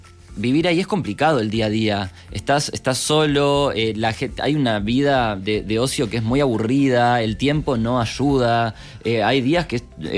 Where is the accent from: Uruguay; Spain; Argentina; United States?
Uruguay; moved away as an adult; Claro, en mi caso, bueno, yo soy un inmigrante de Uruguay, así que lo vivo como algo súper natural.